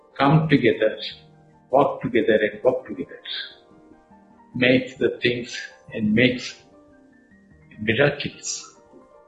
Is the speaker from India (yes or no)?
yes; India; English is a second language; Yeah, being much proud being an Indian with all the resources and the community which I connected.